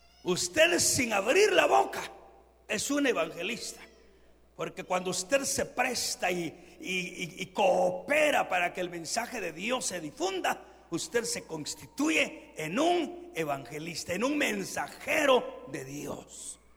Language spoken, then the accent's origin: Spanish; Guatemala; nuestra linda Guatemala